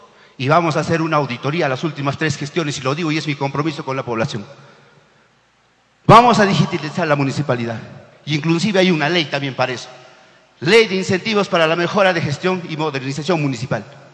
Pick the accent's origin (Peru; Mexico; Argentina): Peru; Todos somos peruanos al final.